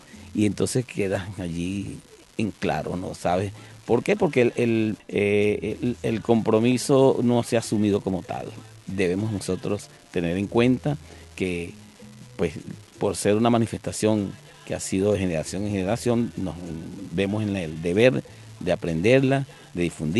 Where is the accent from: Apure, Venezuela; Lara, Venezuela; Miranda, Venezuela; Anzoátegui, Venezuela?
Lara, Venezuela